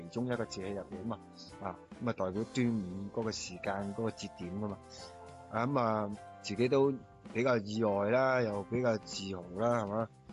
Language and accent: Cantonese; Guangdong, China; 我哋广府人